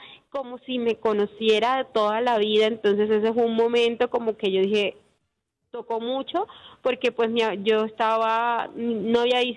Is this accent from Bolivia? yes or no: no; Colombia; la idea también es que nosotros como colombianos entendamos el valor de esas cosas que nos hacen únicos